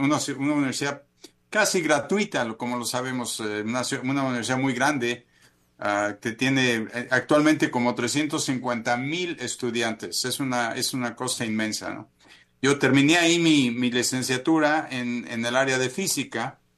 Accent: Mexico City, Mexico; Chilango, ¿verdad? Nací en la Ciudad de México, crecí por los alrededores. Mi mamá era de Oaxaca, mi papá de Toluca, y crecí yo por los alrededores.

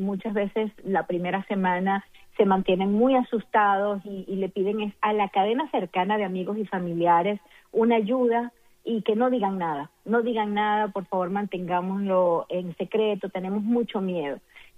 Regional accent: Venezuela; now in Doral, United States; la comunidad de Doral, en la que viví. Más del 40% de los habitantes somos venezolanos

